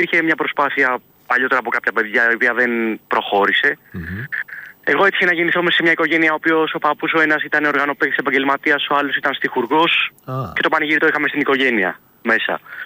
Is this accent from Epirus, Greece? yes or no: yes; Tzoumerka, Arta, Epirus, Greece; είμαστε καταγωγή μου από τα Αμπορινά της Άρτας, από τα Τζουμέρικα.